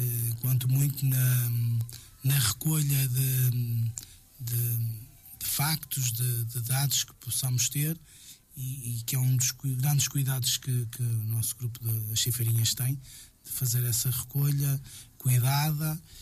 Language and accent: Portuguese; Lousada, Porto, Portugal; moved away as an adult; now in Sousela, Portugal; comecei no grupo folclórico das … em Romariz, em Medo, a terra onde eu nasci, com o meu pai.